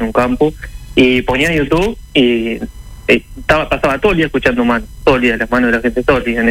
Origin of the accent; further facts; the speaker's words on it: Uruguay; now in Colonia Nicolich, Uruguay; Yo soy de San Diego, de Durán.